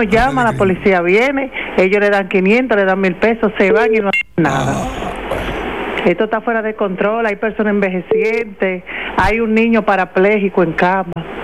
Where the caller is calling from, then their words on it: San Pedro de Macorís, Dominican Republic; Yo soy de San Pedro de Macorís, en el sector de las flores.